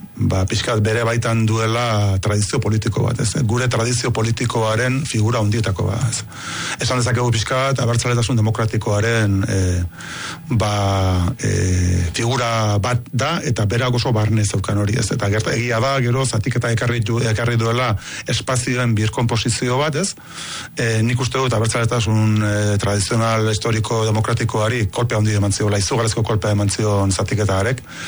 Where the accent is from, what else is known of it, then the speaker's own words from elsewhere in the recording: Beasain, Basque Country, Spain; born there; nik Beasainen eta Goierren eta horrela bizitzen nuen